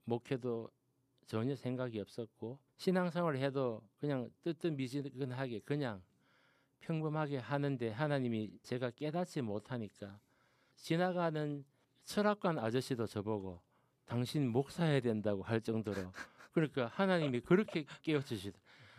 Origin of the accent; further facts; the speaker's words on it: Daegu, South Korea; 새마을 타고 제 고향인 대구로 그때 내려왔는데